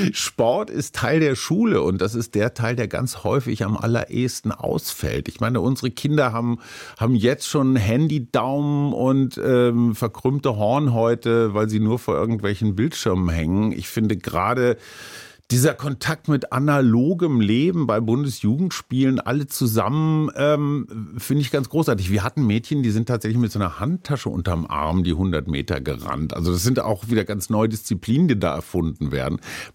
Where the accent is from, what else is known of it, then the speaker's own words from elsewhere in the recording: Münster, North Rhine-Westphalia, Germany; Also, wie gesagt, ich komme aus Münster, unsicheres Wetter.